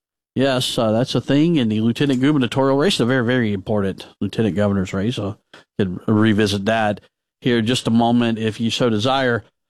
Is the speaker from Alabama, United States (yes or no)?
yes; Alabama, United States; my hometown. I grew up in Shelby County.